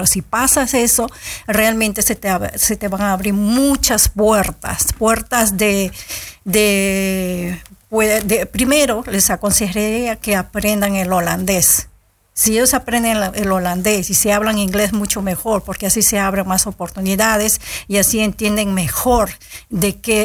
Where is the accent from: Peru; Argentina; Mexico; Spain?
Peru; moved away; Yo salí de Perú con $100, una mochila y mi Biblia.